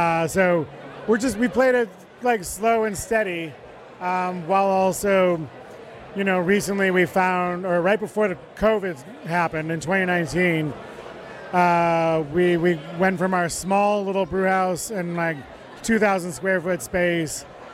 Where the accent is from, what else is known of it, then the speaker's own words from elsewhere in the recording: Rochester, New York, United States; moved away; So I'm originally from Rochester.